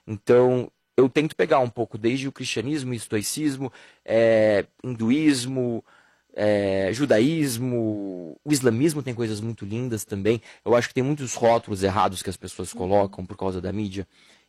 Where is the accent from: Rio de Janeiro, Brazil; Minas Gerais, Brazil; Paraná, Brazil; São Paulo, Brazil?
Rio de Janeiro, Brazil; eu amo a minha vida, é muito legal aqui eu crescendo na Vila Militar